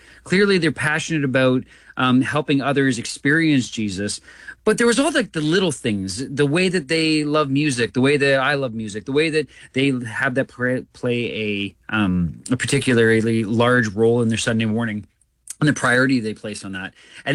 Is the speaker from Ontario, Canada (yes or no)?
yes; Ontario, Canada; also born or lived in Saskatchewan; I grew up in Southern Ontario and then ended up going out to school in Saskatchewan to Briarcrest Bible College.